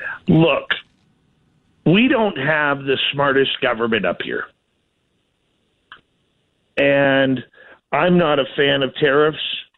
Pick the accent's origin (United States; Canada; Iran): Canada; I'm Canadian